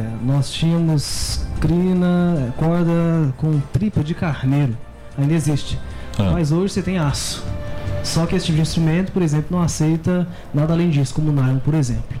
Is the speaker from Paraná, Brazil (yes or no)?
no; Pompéu, Minas Gerais, Brazil; born there; also born or lived in Janaúba, Minas Gerais